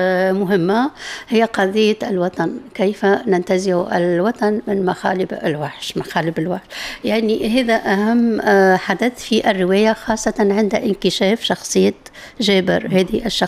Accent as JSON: {"language": "Arabic", "country": "Tunisia", "said": "نحن كمجتمع تونسي"}